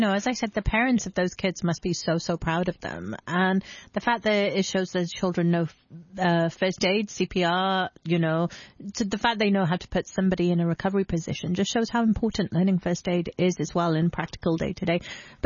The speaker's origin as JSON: {"language": "English", "town": "Cardiff", "region": "Wales", "country": "United Kingdom", "tie": "born or raised there", "said": "Oh, that's my hometown, Raphael."}